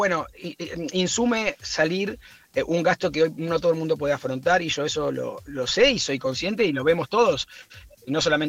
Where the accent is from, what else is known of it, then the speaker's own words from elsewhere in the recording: Uruguay; now in Argentina; una infancia hippie que tuve en Uruguay, porque yo nací en Uruguay